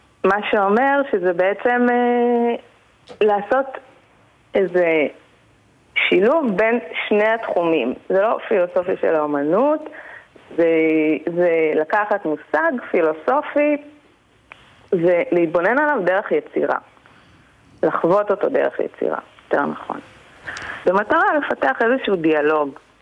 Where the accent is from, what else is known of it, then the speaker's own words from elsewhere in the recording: Ashdot Ya'akov, Northern District, Israel; אני באה מעמק הירדן, מאשדות יעקב.